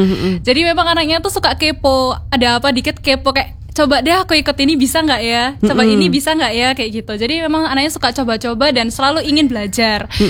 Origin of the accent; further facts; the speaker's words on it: Surabaya, East Java, Indonesia; kalau saya dari Kecamatan Mulyorejo.